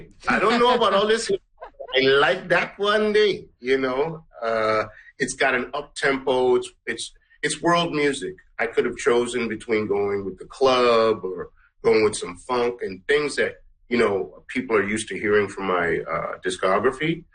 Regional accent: Guyana; now in Canada; I'm from Guyana, so … I'm mixed.

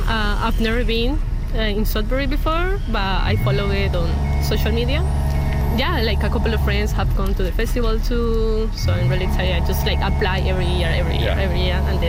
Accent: Cali, Valle del Cauca, Colombia; English is a second language; now in Toronto, Canada; I'm from Colombia. Okay. Original from Cali, Colombia.

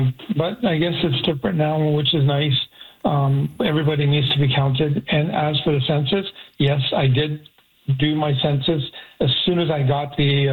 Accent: Lebanon; moved away; Like, for example, I'm from Lebanon, but I've lived here for 62 years.

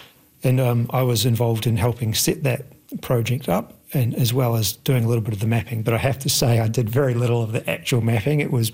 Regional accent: Wellington, New Zealand; I grew up in Wellington. A lot of my extended family's from Wellington

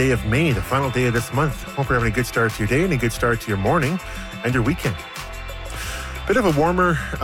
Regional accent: Hay River, Northwest Territories, Canada; now in Yellowknife, Canada; Although it's raining in my hometown of Hay River, which is great news for my mom, who's tuned in this morning.

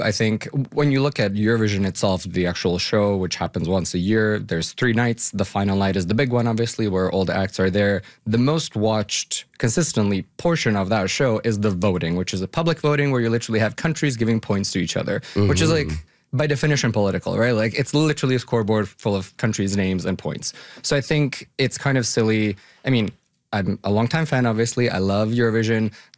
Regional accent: Bosnia & Herzegovina; So I was born and raised in Bosnia, Herzegovina, and it's a formerly war-torn country.

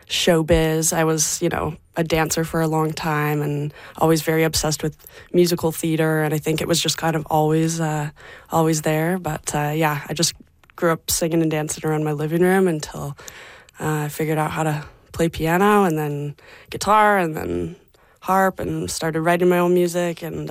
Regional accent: Salt Spring Island, British Columbia, Canada; I am very, very lucky to have grown up there.

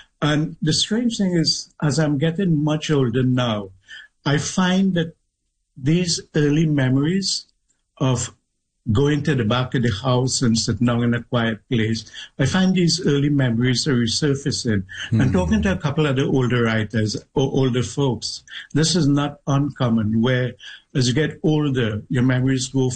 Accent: South Trinidad, Trinidad & Tobago; I grew up in South Trinidad in a little village called Tablad, and there was an extended, I grew up in a house with an extended family

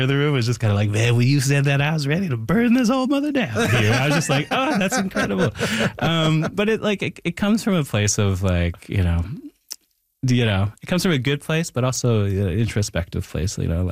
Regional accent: Thunder Bay, Ontario, Canada; born or raised there

